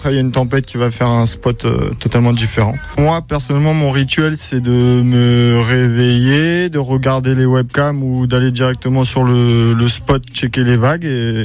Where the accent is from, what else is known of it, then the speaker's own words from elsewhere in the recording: Biarritz, Nouvelle-Aquitaine, France; je viens de Biarritz